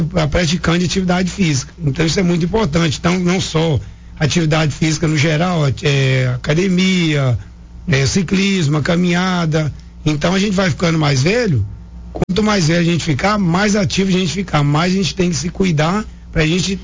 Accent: Coronel Fabriciano, Minas Gerais, Brazil; Eu sou de Coronel Fabriciano, né? Nasci e cresci aqui, desde criança, tenho 43 anos.

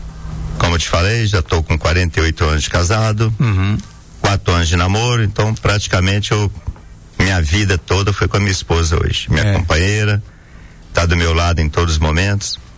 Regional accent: Bom Jesus do Galho, Minas Gerais, Brazil; now in Coronel Fabriciano, Brazil; Eu sou de Bom Jesus do Galho.

